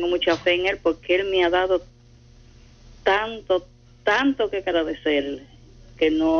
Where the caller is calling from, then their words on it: Santiago de los Caballeros, Santiago, Dominican Republic; Yo vivo en American Palma, aquí en Santiago